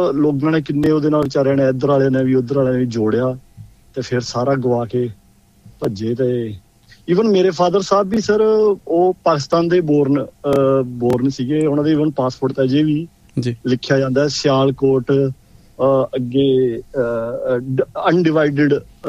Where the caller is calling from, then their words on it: Sydney, New South Wales, Australia; Sydney ਤੋਂ।